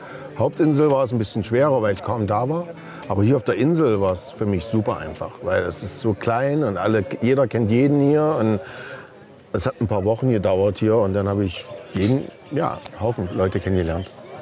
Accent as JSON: {"language": "German", "country": "Germany", "tie": "born or raised there", "lives_now": "Fiji", "said": "Wo ich aufgewachsen bin in der DDR, das war das Letzte, woran ich gedacht habe, dass ich mal in Fidschi sitze."}